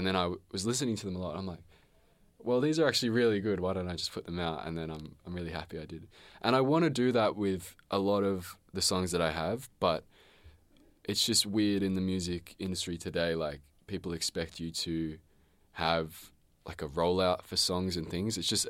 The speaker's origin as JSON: {"language": "English", "town": "Point Lonsdale", "region": "Victoria", "country": "Australia", "tie": "born or raised there", "said": "because I grew up in Point Lonsdale, and so I have a lot of songs that have that sort of beach feel"}